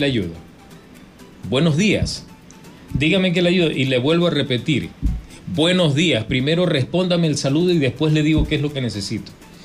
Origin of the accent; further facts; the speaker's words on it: Manabí, Ecuador; born there; nacimos en Manabí, somos manabitas